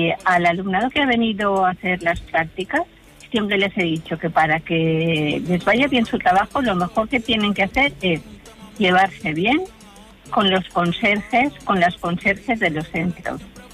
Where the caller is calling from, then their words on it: Valencia, Valencian Community, Spain; de Valencia.